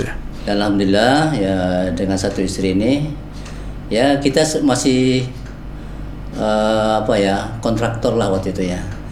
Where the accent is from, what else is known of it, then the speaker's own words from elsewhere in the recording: Bintan, Riau Islands, Indonesia; Tanjung Pinang, ke Bintan ya, saya sebenarnya kan dari Bintan kan.